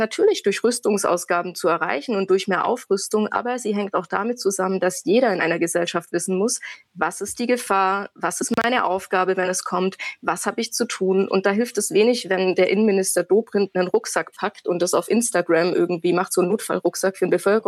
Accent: Baden-Württemberg, Germany; ich gehe nächste Woche wieder in den Schwarzwald, in meine Heimat.

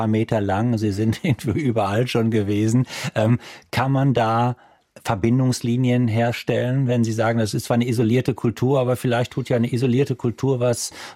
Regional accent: North Rhine-Westphalia, Germany; ich komme aus dem Dorf im Sauerland

